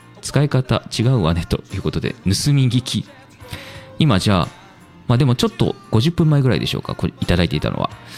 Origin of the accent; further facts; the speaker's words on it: Hyogo, Japan; 私兵庫県出身なんですけれども